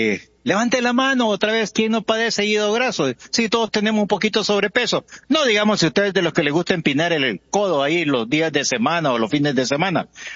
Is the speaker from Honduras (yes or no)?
yes; Honduras; Nosotros somos hondureños